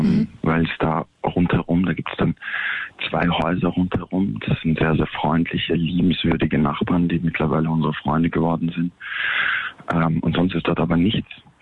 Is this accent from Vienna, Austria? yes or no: yes; Vienna, Austria; auch wieder in seine Heimatstadt zurückzukehren. Mhm. Das ist bei mir Wien.